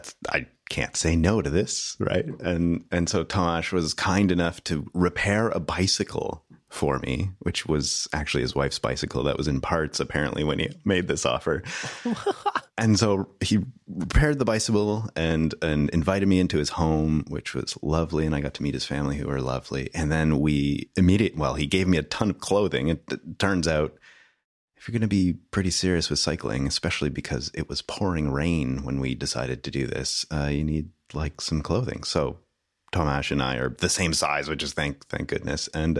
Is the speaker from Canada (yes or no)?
yes; Canada; As a Canadian, you know, you got to do the right thing.